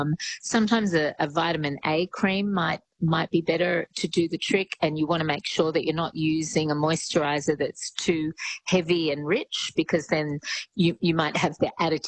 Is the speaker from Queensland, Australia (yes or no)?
no; New South Wales, Australia; I'm from the Central Coast, Gary, so I understand what you're saying.